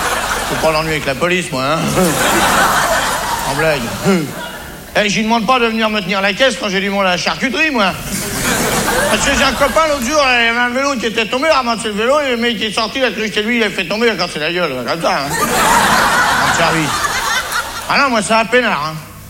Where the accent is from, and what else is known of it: France